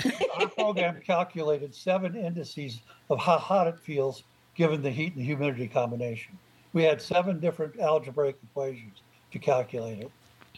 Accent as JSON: {"language": "English", "town": "Detroit", "region": "Michigan", "country": "United States", "said": "I'm originally from Detroit."}